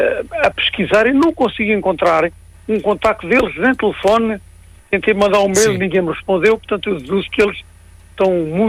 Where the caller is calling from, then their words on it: Lisbon, Portugal; Eu estou a falar de Lisboa.